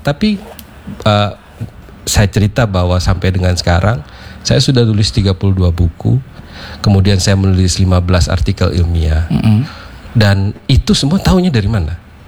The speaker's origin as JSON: {"language": "Indonesian", "town": "Nabire", "region": "Central Papua", "country": "Indonesia", "tie": "born or raised there", "moved": "as an adult", "lives_now": "Jakarta, Indonesia", "said": "saya lahir besar di Nabire, kemudian ya saya lahir besar di Nabire, cuman kan begitu kuliah bekerjanya di Jakarta."}